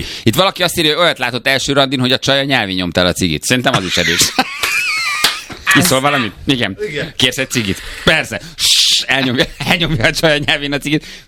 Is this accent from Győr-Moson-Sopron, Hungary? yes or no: no; Nyíregyháza, Szabolcs-Szatmár-Bereg, Hungary; Nyíregyháziként, hogy lehetsz ilyen finnyás egyébként, kérdezik.